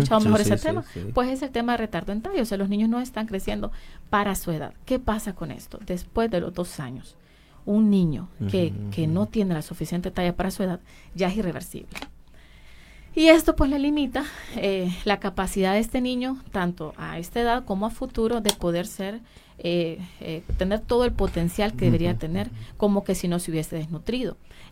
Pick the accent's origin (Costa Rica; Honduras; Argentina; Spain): Honduras; y como hondureños ni la fortalecemos ni la estamos protegiendo